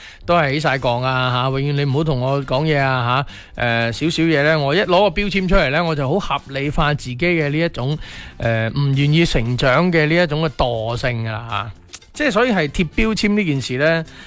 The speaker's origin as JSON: {"language": "Cantonese", "country": "China", "said": "咁所以咧，我觉得我哋中国人嘅传统就系点解我要有咁多嘅相聚嘅日子啦"}